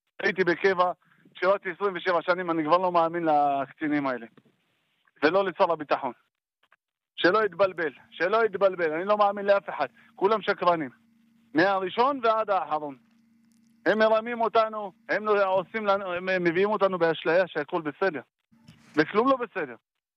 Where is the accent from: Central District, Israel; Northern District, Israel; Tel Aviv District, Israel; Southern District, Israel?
Northern District, Israel; Avivim; אני בן 55. אני פה 55 שנה, נולדתי פה באביבים.